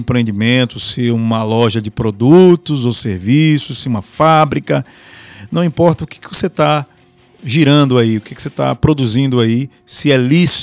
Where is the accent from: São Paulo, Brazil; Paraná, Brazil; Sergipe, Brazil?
Sergipe, Brazil; Lagarto; Eu nasci em Lagarto, então eu lembro de Lagarto desde a minha infância.